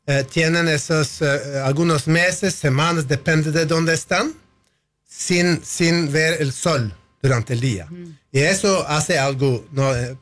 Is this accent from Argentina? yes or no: no; Norway